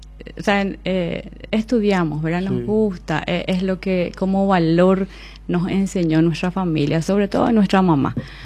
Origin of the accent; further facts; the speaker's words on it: Coronel Oviedo, Caaguazú, Paraguay; yo estuve unos años por la circunscripción judicial de Alto Paraná, pero inicié aquí, nací en Coronel Oviedo. En la escuela estuve en la escuela Enrique Solano López.